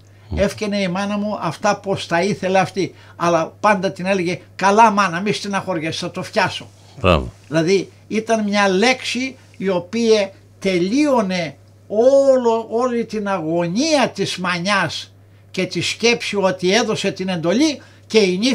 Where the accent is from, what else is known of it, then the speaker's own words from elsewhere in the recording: Greece; moved away as an adult; με τις δικές μου σκέψεις που ήρθα από την Ελλάδα μεγαλωμένος